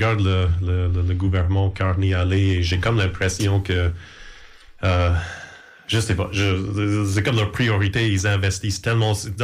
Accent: Western Canada, Canada; moved away; je viens de l'Ouest canadien

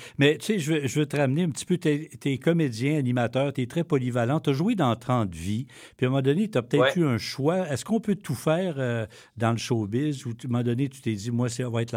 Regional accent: Saint-Jean-de-Brébeuf, Quebec, Canada; moi, je viens de Saint-Jean-de-Brébeuf, qui est pas loin de Victo. On dit pas Victoriaville, on dit Victo.

